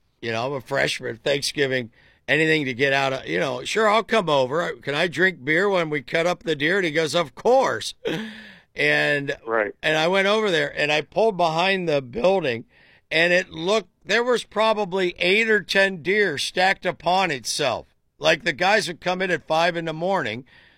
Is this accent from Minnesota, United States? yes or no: no; Tuscarawas County, Ohio, United States; moved away; I grew up in Deer County, USA, Tuscarawas